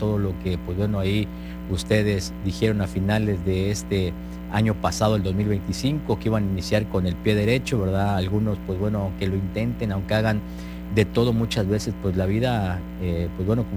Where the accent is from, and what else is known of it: Mexico